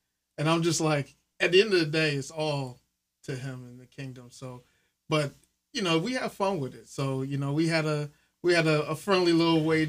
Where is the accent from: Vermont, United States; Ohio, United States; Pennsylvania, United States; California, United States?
Pennsylvania, United States; Philadelphia; I'm born and raised in Philadelphia.